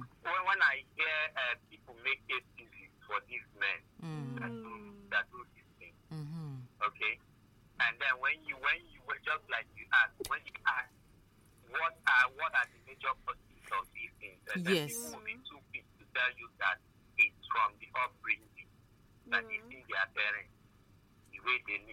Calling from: Ebonyi, Nigeria; from Ebonyi.

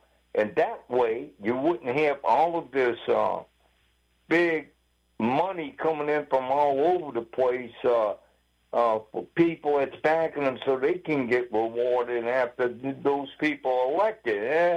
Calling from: United States; As an American

